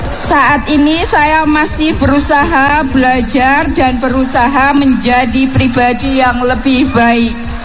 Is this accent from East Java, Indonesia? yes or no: no; Karang Tengah, Special Region of Yogyakarta, Indonesia; Dari Karang Tengah, Sleman.